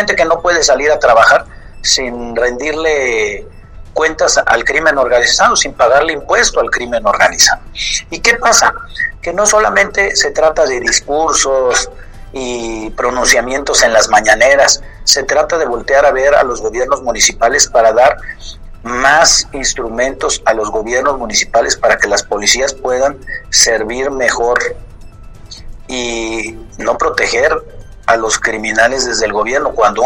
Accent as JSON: {"language": "Spanish", "country": "Mexico", "said": "somos todos los mexicanos"}